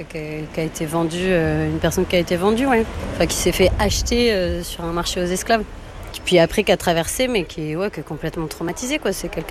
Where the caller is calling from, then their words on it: Figeac, Occitanie, France; Moi, j'habite à Figeac, à côté de Figeac, dans le Lot.